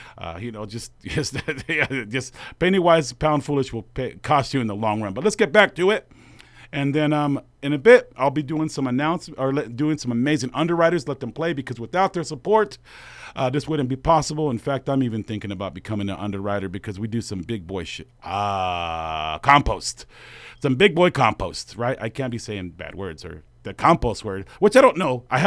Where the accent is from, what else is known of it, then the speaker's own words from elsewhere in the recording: West Coast, United States; I'm from the West Coast, baby.